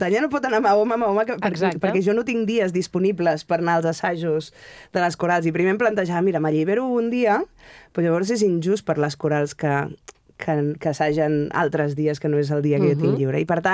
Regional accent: A Coruña, Galicia, Spain; born there; jo vaig néixer a La Corunya, filla de catalans

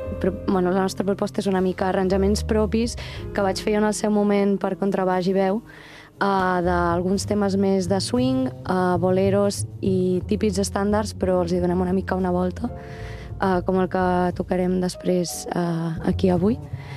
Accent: Menorca, Balearic Islands, Spain; also born or lived in Girona; Sí, sóc de Menorca, però bueno, he estat vivint molts anys a Girona i ara porto 3 aquí.

